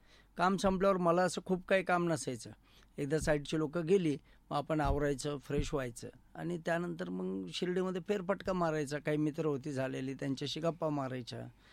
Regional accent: Ahmednagar, Maharashtra, India; मूळचा नगरचा आणि माझं बालपण पण अहमदनगरमध्येच.

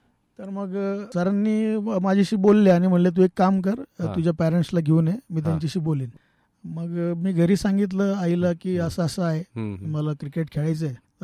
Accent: Bhingar, Maharashtra, India; मी राहायला, माझं बालपण बिंगारमध्ये गेलं, गल्लीमध्ये।

